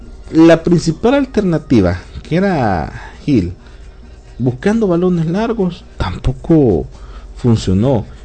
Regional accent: El Salvador; yo siempre voy a seguir siendo salvadoreño

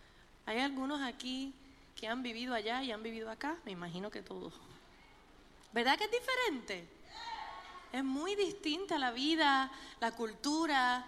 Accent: Puerto Rico; born there; moved away; also born or lived in New York; un boricua. Y nos mudamos de New York a Puerto Rico. Y en Puerto Rico fue donde me crié desde los 7 años y medio de edad. Y me siento más boricua que el coquí. Pero soy de las boricuas que come y hace mangú.

